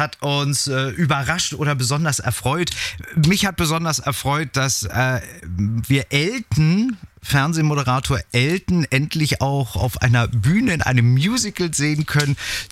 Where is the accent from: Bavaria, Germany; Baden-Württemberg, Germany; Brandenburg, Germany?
Brandenburg, Germany; Frankfurt; born there; Krass, ich häng gerade noch an Frankfurt-Oder, an meiner Geburtsstadt.